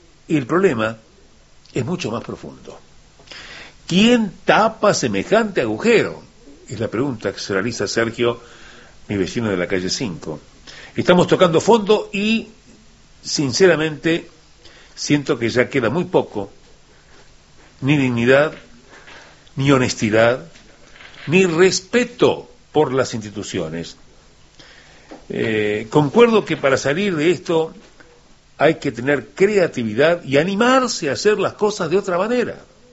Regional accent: Uruguay; Nos beneficia o no nos beneficia a los uruguayos

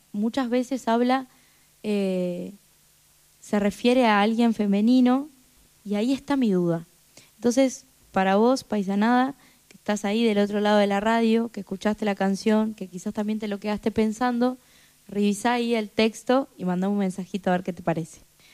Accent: Uruguay; este ritmo tan uruguayo, tan nuestro

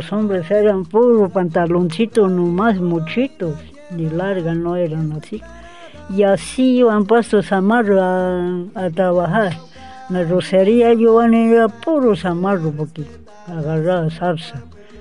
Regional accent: Tapiche, Loreto, Peru; yo soy de Tapiche.

